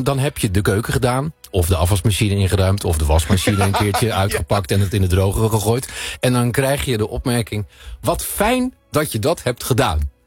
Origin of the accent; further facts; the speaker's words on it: Netherlands; Maar zijn wij Nederlanders complimentengevers?